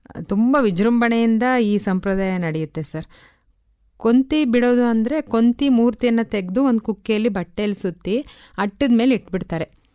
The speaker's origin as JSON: {"language": "Kannada", "town": "Badagalapura", "region": "Karnataka", "country": "India", "tie": "born or raised there", "said": "ಕಾಡಂಚಲ್ಲಿರೋ ಸುಂದರವಾದ ಊರು ನಮ್ಮ ಬಡಗಲಪುರ. ಅದು ಮೊದಲು ಎಸ್ಟಿಕೋಟೆ ತಾಲೂಕಲ್ಲಿತ್ತು, ಈಗ ಅದು ಸರ್ಗೂರು ತಾಲೂಕಾಗಿದೆ."}